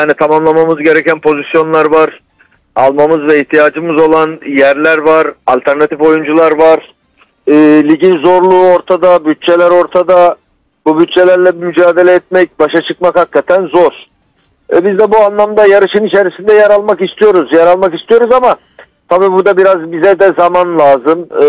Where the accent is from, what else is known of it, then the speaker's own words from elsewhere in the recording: Adana, Turkey; Adana benim memleketim.